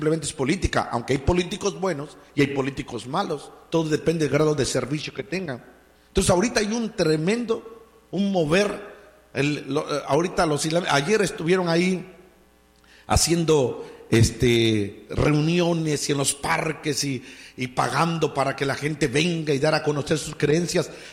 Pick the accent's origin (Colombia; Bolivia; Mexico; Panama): Mexico; born there; moved away; Yo no pertenezco a este país. Yo soy mexicano. Yo nací en México y soy mexicano.